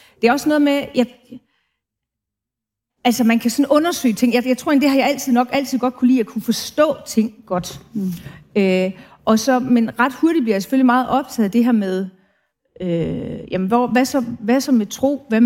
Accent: Brønderslev, North Denmark Region, Denmark; Jeg er oprindeligt fra den nordligste del af Jylland. Ude på landet.

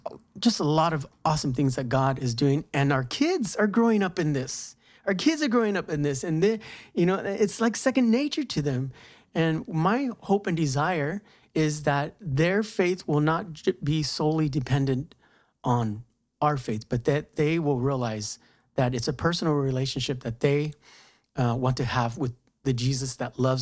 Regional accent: United States; I'm Mexican American. I can speak a little bit of Spanish.

